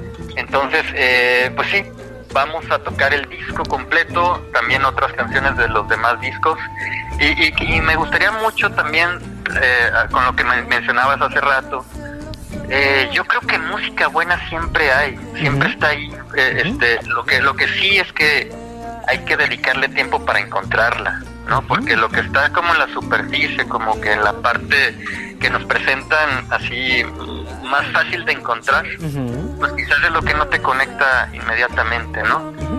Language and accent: Spanish; Guadalajara, Jalisco, Mexico; somos de Guadalajara